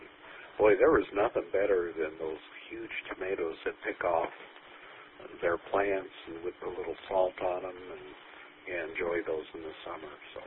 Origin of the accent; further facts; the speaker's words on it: La Junta, Colorado, United States; I grew up in La Junta, which is, you know, there in the Arkansas Valley and really a big farm area, or it used to be.